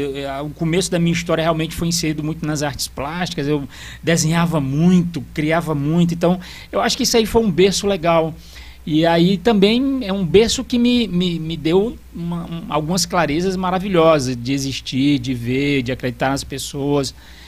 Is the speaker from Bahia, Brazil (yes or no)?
no; Pacajus, Ceará, Brazil; born there; Nasci em Pacajus.